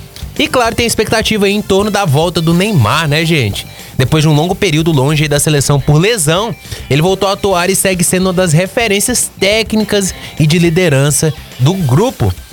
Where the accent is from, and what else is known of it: Brazil